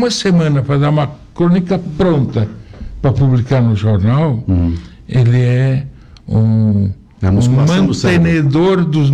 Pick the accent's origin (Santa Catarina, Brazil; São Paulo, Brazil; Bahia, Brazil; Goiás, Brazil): Santa Catarina, Brazil; Taió; born there; moved away